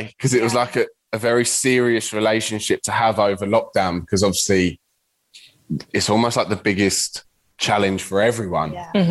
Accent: England, United Kingdom; accent: southern; I'm English

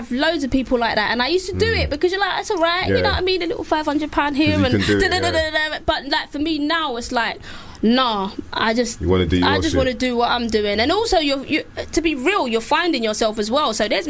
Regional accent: Stepney, London, United Kingdom; That's why I grew up in Stepney when everyone was doing grime and garage and continued to do hip hop.

